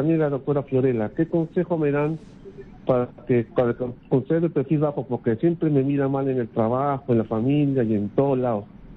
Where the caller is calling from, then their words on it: San Juan de Miraflores, Lima, Peru; de San Juan de Miraflores.